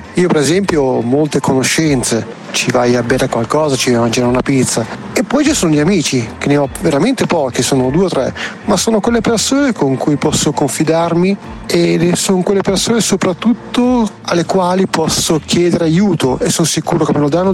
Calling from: Milan, Lombardy, Italy; da Milano.

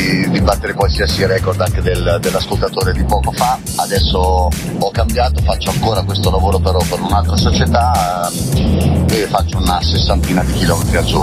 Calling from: Pisa, Tuscany, Italy

